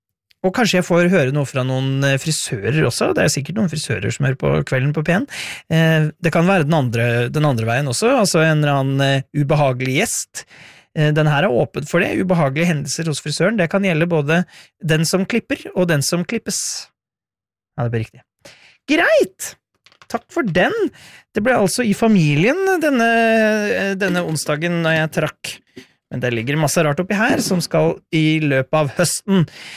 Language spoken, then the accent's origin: Norwegian; Innlandet, Norway; for jeg kommer egentlig fra Hedmarken, men har aldri snakket hedmarksdialekt sånn...